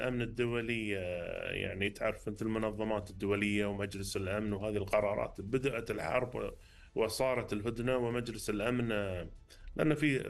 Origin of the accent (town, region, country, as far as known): Qatar